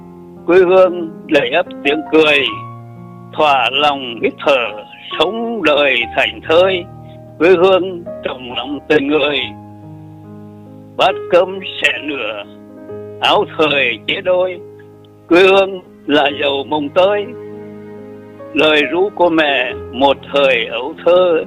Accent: Nghệ An, Vietnam; moved away as an adult; Tôi quê sống bốn xã Trung Sơn, bây giờ là xã Thuận Trung, xã quê từ 1962.

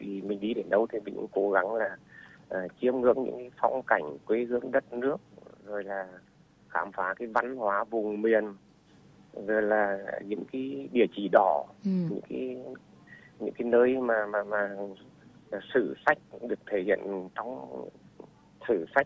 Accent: Nghe region, Vietnam; mảnh đất quê hương xứ nghệ chúng ta.

